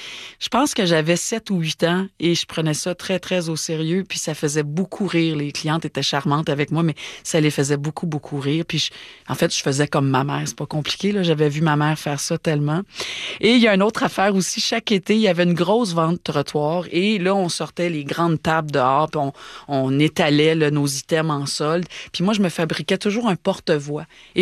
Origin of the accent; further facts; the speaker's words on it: Montreal, Quebec, Canada; puis tellement qu'elle avait une boutique de vêtements à Villemard, dans le sud-ouest de Montréal, là où j'ai grandi.